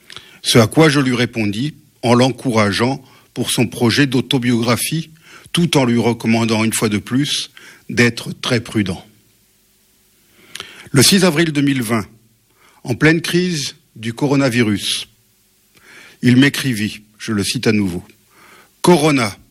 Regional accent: Rwanda; Je suis né au Rwanda, j'y suis depuis mon enfance.

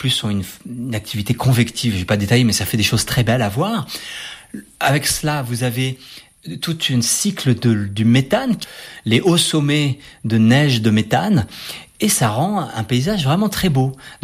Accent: France; Mais bon, c'était sympa, en tant que Français, de participer à cette mission.

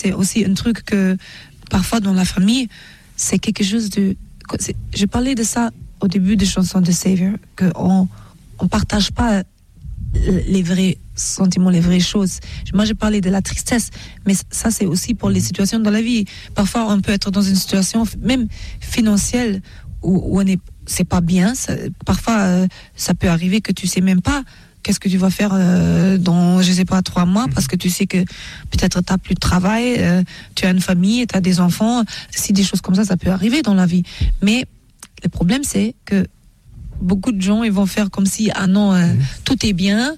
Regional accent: Germany; j'aime les bretzels aussi parce que j'ai grandi en Allemagne

